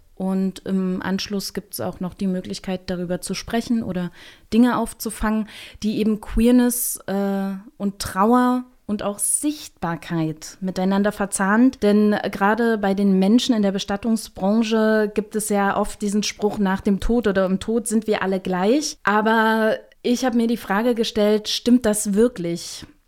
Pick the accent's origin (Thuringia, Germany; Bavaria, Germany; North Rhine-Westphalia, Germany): Thuringia, Germany; Also gerade dort, wo ich herkomme, aus Thüringen, war das ganz oft so